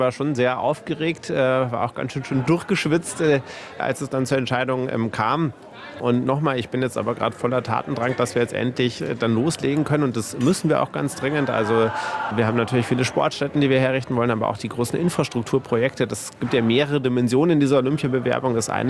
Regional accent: Munich, Bavaria, Germany; Das sage ich als Münchner Lokalpolitiker.

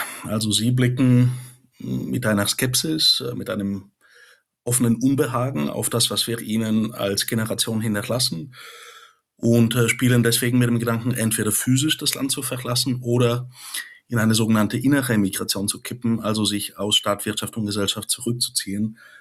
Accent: Bulgaria; die eben Deutschland den Rücken kehren, unter anderem in meiner Heimat Bulgarien.

